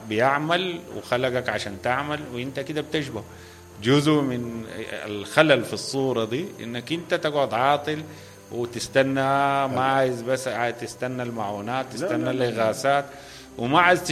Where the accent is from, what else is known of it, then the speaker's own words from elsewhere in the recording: Sudan; إحنا كسودانيين